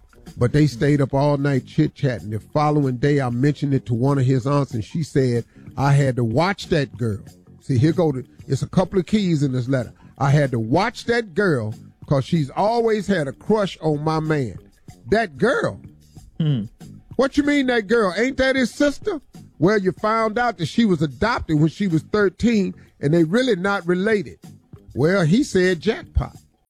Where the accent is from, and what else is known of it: Welch, West Virginia, United States; born or raised there